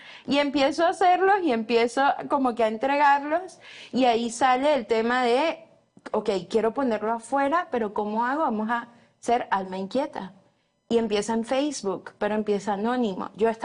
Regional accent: Venezuela; now in United States

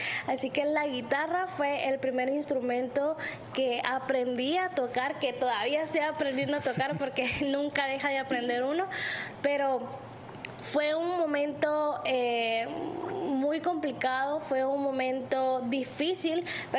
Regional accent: Puerto Barrios, Izabal, Guatemala; yo soy originaria de Puerto Barrios Izabal, que es uno de los puertos más importantes de Guatemala de comercio. Desde aquí es playita, calorcito, mar. Entonces de acá soy.

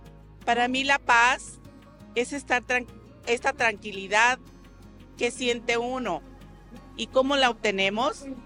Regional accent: Ostotipaquillo, Jalisco, Mexico; Soy originaria de Ostotipaquillo. Desde hace 73 años, que es la edad que tengo, orgullosamente lo digo.

